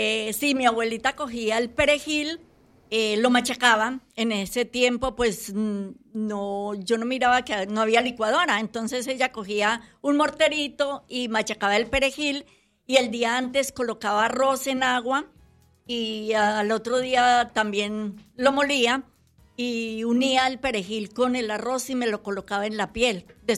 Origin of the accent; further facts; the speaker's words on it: Colombia; soy colombiana.